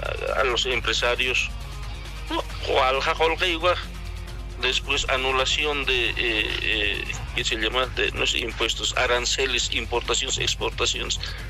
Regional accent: La Paz, Bolivia; Tenemos nosotros como bolivianos derechos y deberes.

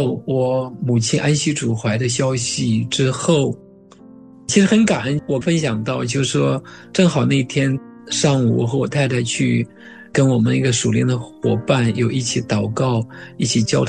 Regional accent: China; moved away; 在中国农村的家乡，其实有很多的风俗、民俗

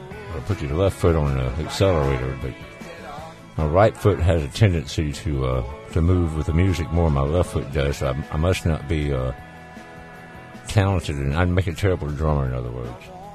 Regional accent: the South, United States; accent: Southern; About as close to the accent I can do is the way I sound right now. And that's it. That's my Southern accent.

